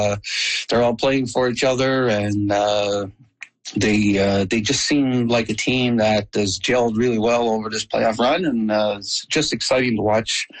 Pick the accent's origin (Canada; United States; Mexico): Canada; Williams Harbour, Newfoundland and Labrador; I was actually living down on the coast in Williams Harbor, my hometown I was from.